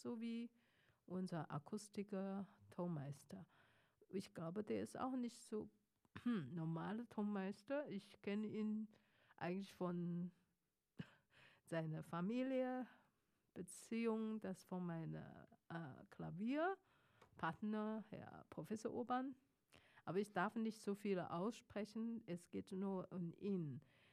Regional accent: Mongolia; German is a second language; Ja, tut mir leid, ich bin anders sauter als normale Chinesen. Wir kommen aus Mongolei.

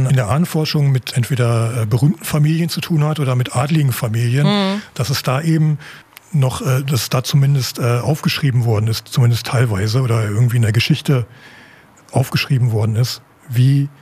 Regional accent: North Rhine-Westphalia, Germany; also wenn man in die Gegend geht, wo ich herkomme, in Westfalen, ich bin nicht auf dem Dorf geboren, aber ich glaube so die ersten Jahre meines Lebens auf dem Dorf verbracht.

